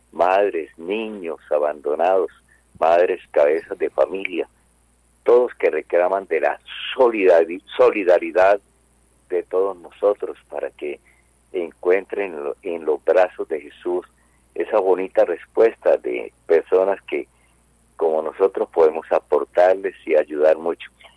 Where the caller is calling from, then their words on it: Cúcuta, Norte de Santander, Colombia; Estoy aquí en la hermosa ciudadela de Juan Atalaya.